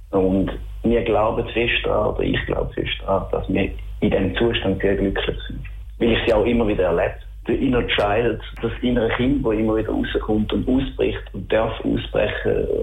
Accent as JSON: {"language": "German", "region": "Schaffhausen", "country": "Switzerland", "accent": "Schaffhausisch", "said": "Ja, lass mal mein Dialekt, das ist immer noch Schaffhausisch."}